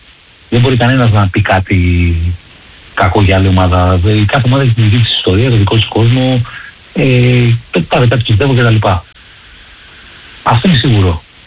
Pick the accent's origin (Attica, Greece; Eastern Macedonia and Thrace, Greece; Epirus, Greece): Attica, Greece; Vyronas; επειδή είμαι από το Βύρονο και είναι γέννημα θέμα, έχουμε μικρό παιδί υποστηρίζω τον Παναθηναϊκό